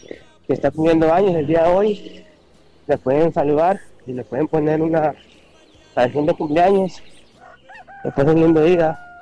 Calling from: Santiago de Paraíso, Cartago, Costa Rica; Soy de Santiago de Paraíso.

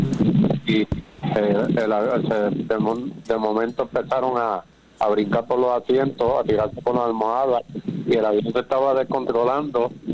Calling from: Puerto Rico; de San Juan Grande.

